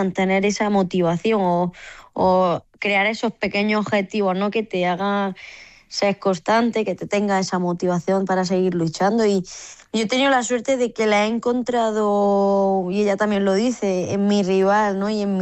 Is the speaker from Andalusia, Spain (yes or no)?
yes; Granada, Andalusia, Spain; Y para mí como granadina estar a una hora de casa, pues es especial